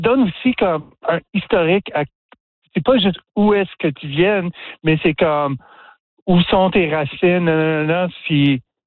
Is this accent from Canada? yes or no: yes; Ontario, Canada; Tu sais, moi, je viens de l'Ontario, j'ai passé beaucoup de temps au Québec, au Maritime